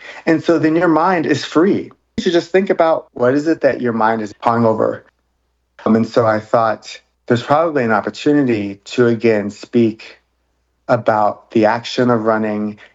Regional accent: the South, United States; And again, I'm from the South.

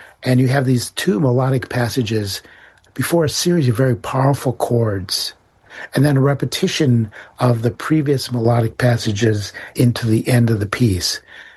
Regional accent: Southwest, United States; which then descends, as you would see growing up in the Southwest.

